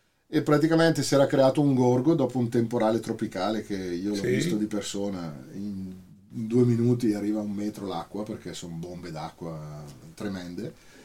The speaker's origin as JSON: {"language": "Italian", "town": "Bergamo", "region": "Lombardy", "country": "Italy", "tie": "born or raised there", "said": "Quando ero piccolo, anche qui a Bergamo"}